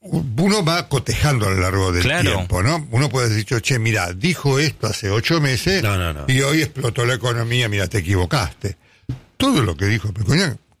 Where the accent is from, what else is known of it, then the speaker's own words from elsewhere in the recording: San Lorenzo, Santa Fe, Argentina; born there; Quiero que se llame San Lorenzo porque yo nací en San Lorenzo.